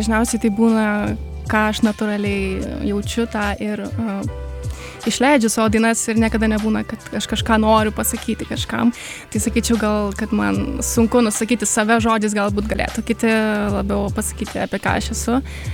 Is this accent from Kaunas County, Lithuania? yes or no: yes; Kaunas, Kaunas County, Lithuania; Taip, aš kaunietė. Visą laiką buvau ir tikriausiai, kad būsiu.